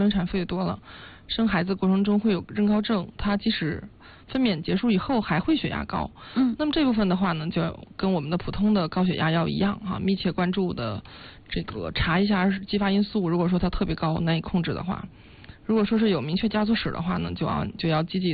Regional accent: China; 我们中国人

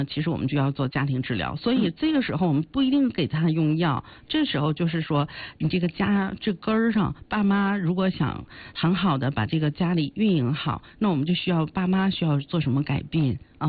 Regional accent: China; 我们中国人

